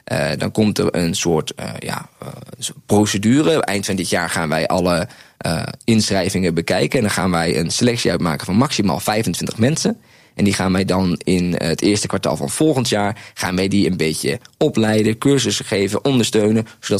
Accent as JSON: {"language": "Dutch", "region": "Groningen", "country": "Netherlands", "said": "Ze vonden mij juist heel direct als Groninger."}